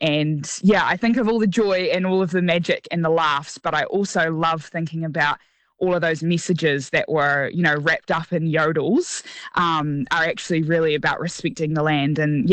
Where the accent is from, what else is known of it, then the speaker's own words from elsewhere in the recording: Gore, Southland, New Zealand; moved away; I grew up here in Gore. This is my hometown and mum and dad still live here.